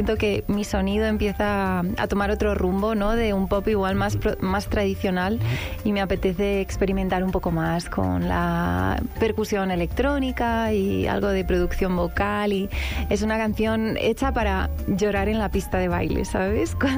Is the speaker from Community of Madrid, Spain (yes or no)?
yes; Madrid, Community of Madrid, Spain